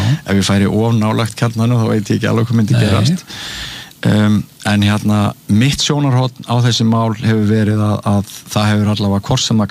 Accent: Mývatnssveit, Northeastern Region, Iceland; ég elst upp hann í Mývasveitinni, fer ungur í heimavistarskóla, svo til Akureyrar.

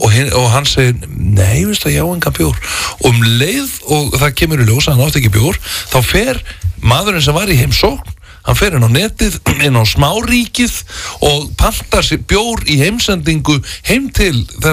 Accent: Grundarfjörður, Western Region, Iceland; Mér finnst um eina, ég er ættaður frá Grundarfirði

